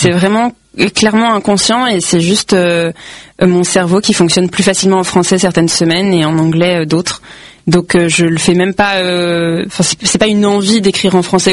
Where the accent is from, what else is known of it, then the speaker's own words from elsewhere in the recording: Herblay, Île-de-France, France; also born or lived in Paris; Je suis pas née à Herblay, je suis née à Paris.